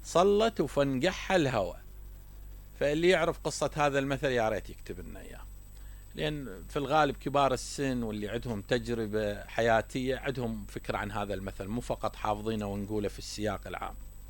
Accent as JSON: {"language": "Arabic", "region": "Southern Iraq", "country": "Iraq", "said": "أكو مثل معروف عندنا في الجنوب معروف عند أغلب العراقيين"}